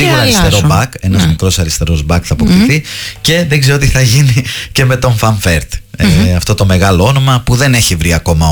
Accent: Greece; Είναι το ταπεραμπέντο μας σαν Έλληνες.

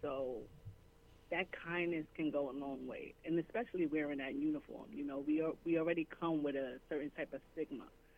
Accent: Harlem, New York, United States; I was serving the community that raised me.

